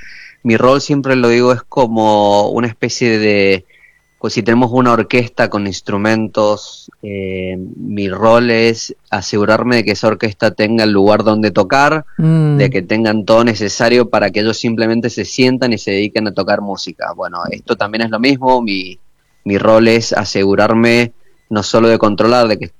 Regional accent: Mendoza, Argentina; moved away as an adult; also born or lived in Germany; now in Washington D.C., United States; Escuela primaria pública en Mendoza. Tuve fue una escuela secundaria comercial también en Mendoza, estuve en la Universidad de Mendoza estudiando ingeniería y eventualmente hice un doctorado en Alemania. Luego de terminar ese doctorado estuve 7 años en Alemania

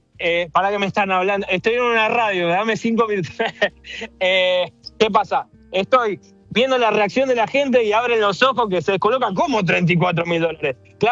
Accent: Argentina; moved away; somos muchos argentinos

